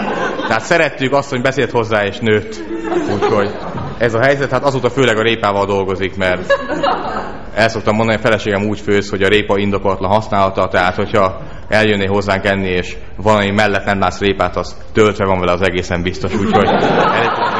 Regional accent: Great Hungarian Plain, Hungary; born there; Én az Alföldön születtem

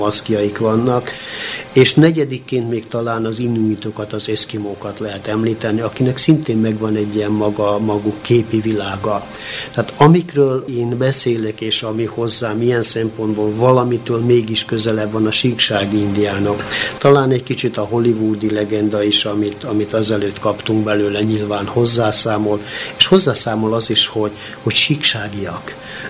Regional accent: Vojvodina, Serbia; born there; vajdasági születésű vagyok, tehát egy úgymond határon kívüli, tehát délvidékről, ahol meg tudtam tapasztalni azt, hogy idegenként, illetve megtűrként élünk a saját földünkön.

